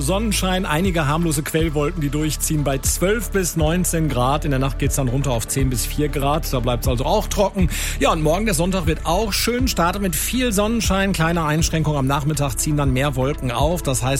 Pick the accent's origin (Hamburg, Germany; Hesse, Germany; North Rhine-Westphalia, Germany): North Rhine-Westphalia, Germany; Essen; ja, ich komme aus Essen, ich klebe an deinen Lippen, natürlich.